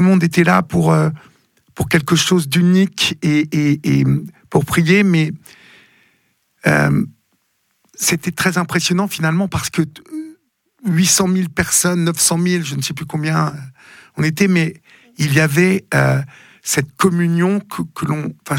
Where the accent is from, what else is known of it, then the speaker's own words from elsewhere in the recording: Paris, Île-de-France, France; Je suis parisien et donc je vois, enfin, j'habite à Paris